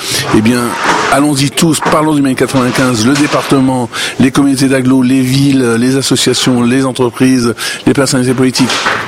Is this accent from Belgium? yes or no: no; Grand Est, France; quand on vient comme moi de Lorraine, qu'on arrive en banlieue sud de Paris